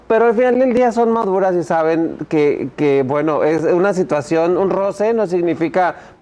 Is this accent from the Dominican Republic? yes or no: no; Mexico